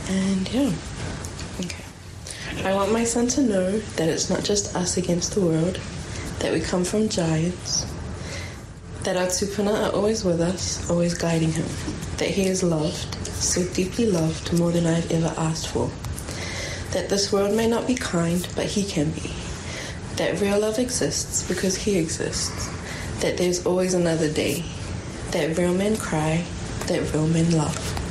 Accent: New Zealand; being Māori and being Pasifika growing up in New Zealand, where the concept of whakapapa is something that I'm quite used to.

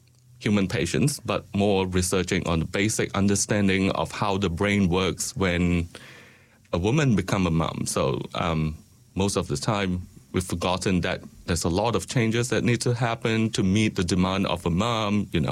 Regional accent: Malaysia; moved away as an adult; now in New Zealand; So I'm originally from Malaysia. I arrived here in New Zealand 22 years ago.

